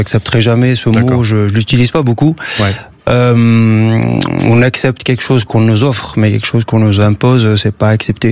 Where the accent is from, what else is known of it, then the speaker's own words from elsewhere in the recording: Kabylie, Algeria; moved away as an adult; now in France; en 2001, justement, j'avais 18 ans et avec mes camarades, avec toute la jeunesse kabyle en Algérie